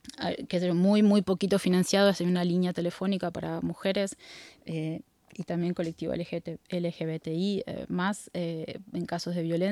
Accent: Buenos Aires Province, Argentina; born or raised there; now in Europe

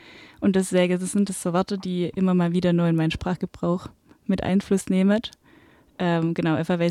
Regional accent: Riedlingen, Baden-Württemberg, Germany; moved away as an adult; now in Tübingen, Germany; ich komme aus Riedlingen ursprünglich, also Riedlingen an der Donau, bin da aufgewachsen, bin aber vor 6 Jahren jetzt fürs Studium dann nach Tübingen gezogen und seitdem wohne ich jetzt quasi ein bisschen nördlicher im Schwabenländle.

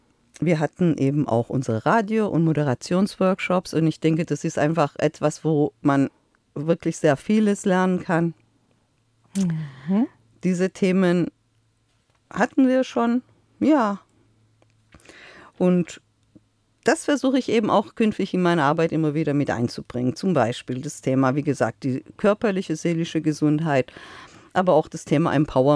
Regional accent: Iran; Ich komme ja aus dem Orient, ja, aus dem Iran.

